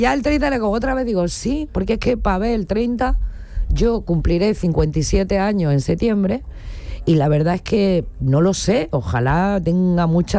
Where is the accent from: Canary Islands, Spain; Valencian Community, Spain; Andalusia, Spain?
Andalusia, Spain; La Zubia